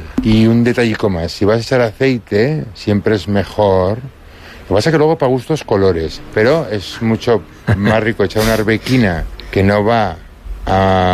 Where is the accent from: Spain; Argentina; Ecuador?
Spain; Navarre; como soy de Navarra y somos bastante tradicionales